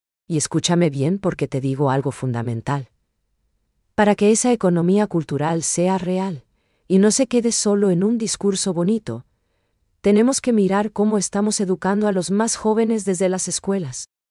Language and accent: Spanish; Paraguay